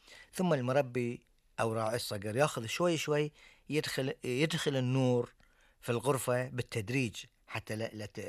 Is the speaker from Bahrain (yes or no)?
yes; Bahrain; عندنا في البحرين